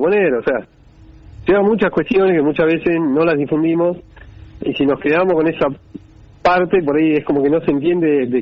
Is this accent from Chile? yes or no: no; Argentina; como argentinos y como latinoamericanos